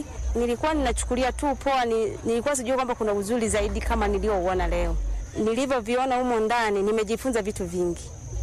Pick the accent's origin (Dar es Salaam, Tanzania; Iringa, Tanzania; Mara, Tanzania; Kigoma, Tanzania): Mara, Tanzania; Bunda; natokea wilaya ya Bunda.